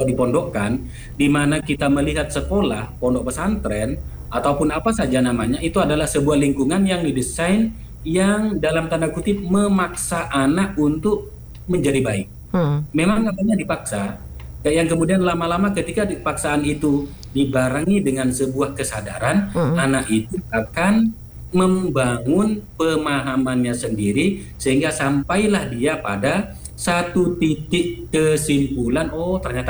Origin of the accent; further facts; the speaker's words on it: Madura, East Java, Indonesia; born there; ternyata Allah lahirkan di Madura.